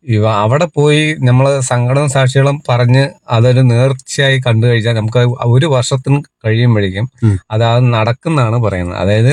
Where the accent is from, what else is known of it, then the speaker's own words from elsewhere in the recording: Kerala, India; ആ, ജനിച്ചു വളർന്ന ഇവിടുന്ന് ഒരു എടച്ചറ പറഞ്ഞ സ്ഥലത്താണ് ഞാൻ ജനിച്ചത്.